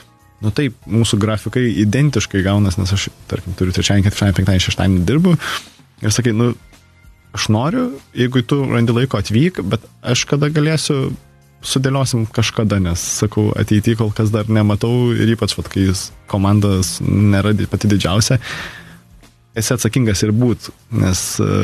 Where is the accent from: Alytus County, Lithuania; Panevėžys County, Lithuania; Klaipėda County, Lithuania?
Klaipėda County, Lithuania; Šilutė; moved away as an adult; aš esu iš Šilutės, tai gyvenau visą laiką Šilutį